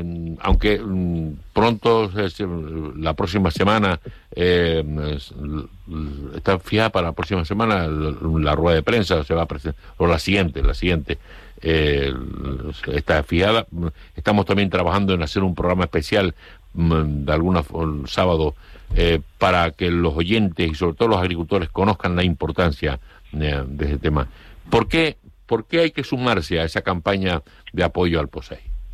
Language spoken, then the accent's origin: Spanish; Canary Islands, Spain; Es que somos muy canarios.